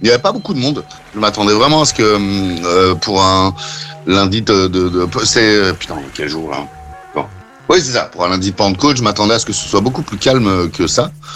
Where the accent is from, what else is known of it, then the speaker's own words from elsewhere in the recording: Belgium; Oui, mais les Belges, je suis belge